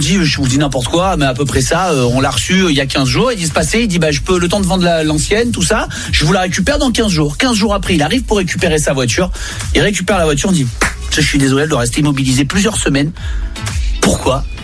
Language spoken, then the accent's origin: French; Provence-Alpes-Côte d'Azur, France; je vous fais un questionnaire purement marseillais, puisque bah, voilà, je suis du Sud. Et donc, il y a plein de mots que je croyais qui existaient dans toute la France.